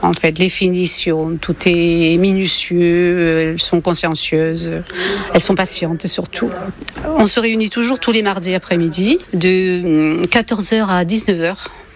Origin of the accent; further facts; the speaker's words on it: Piolenc, Provence-Alpes-Côte d'Azur, France; je suis de Piolenc